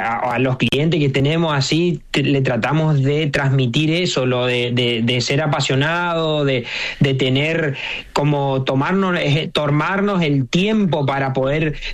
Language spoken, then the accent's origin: Spanish; Argentina; Nosotros como latinos, o sea, como argentinos más que nada, viste que nosotros, no sé, nos levantamos el domingo, preparamos los matecitos, prendemos el fuego